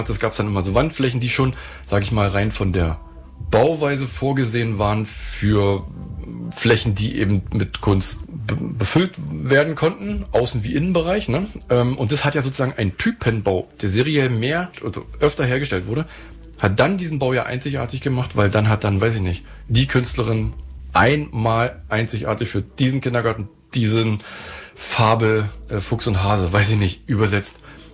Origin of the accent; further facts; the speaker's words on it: East Germany, Germany; born there; Ich bin ja auch im Land geboren, was es gar nicht mehr gibt, wenn du so willst, ne?